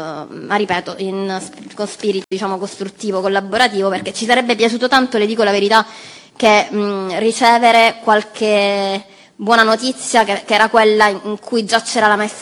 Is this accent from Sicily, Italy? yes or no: yes; Sicily, Italy; sono siciliana